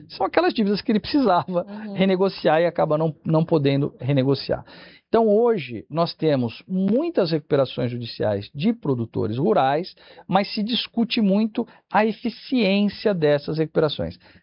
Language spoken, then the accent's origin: Portuguese; Ribeirão Preto, São Paulo, Brazil; Eu sou da região de Ribeirão Preto